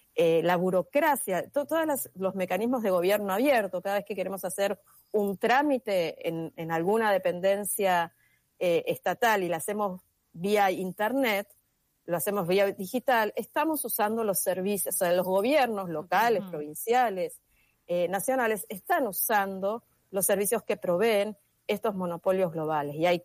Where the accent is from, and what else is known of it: Argentina